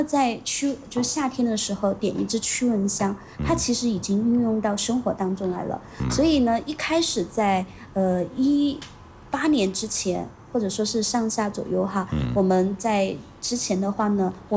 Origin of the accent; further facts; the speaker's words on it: China; 我们中国